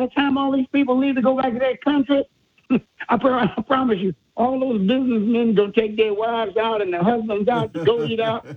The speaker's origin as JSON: {"language": "English", "region": "Louisiana", "country": "United States", "said": "I'm from Louisiana."}